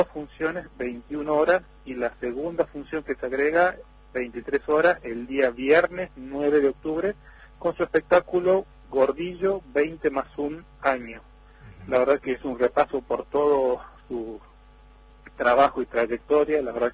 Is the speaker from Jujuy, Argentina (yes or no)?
yes; Jujuy, Argentina; yo soy un jujeño